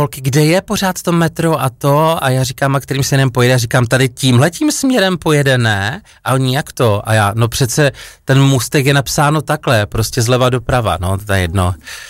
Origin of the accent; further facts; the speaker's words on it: Opava, Moravian-Silesian Region, Czechia; U nás v Opavě to bylo měsíční, no, vždycky a podobně.